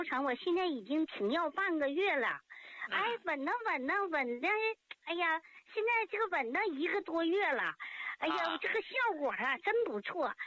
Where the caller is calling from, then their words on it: Tangshan, Hebei, China; 是我是唐山的，河北唐山的。